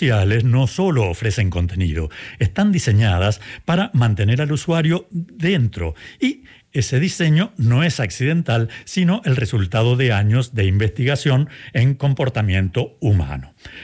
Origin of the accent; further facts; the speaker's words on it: Santa Rosa, La Pampa, Argentina; Así es, en mi ciudad de origen, Santa Rosa, en Argentina, hay de estas máquinas de tragamonedas